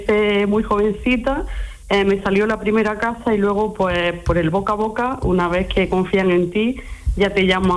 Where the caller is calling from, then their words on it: Granada, Andalusia, Spain; Vivo en La Gavia, en Granada